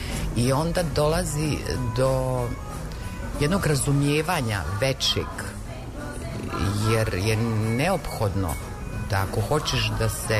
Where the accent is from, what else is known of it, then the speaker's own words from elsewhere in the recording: Bosnia & Herzegovina; Znači, ja dolazim iz Bosne, onda Istra, Slovenija, znači, tu je kulinarika, moja mama, znači, kuvanje, Bosna, hello.